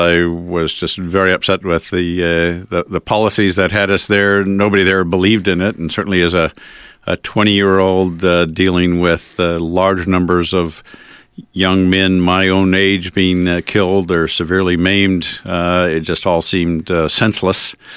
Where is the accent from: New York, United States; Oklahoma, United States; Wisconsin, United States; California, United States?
California, United States; Unbeknownst to the naive world I grew up in California, the war was expanding in Vietnam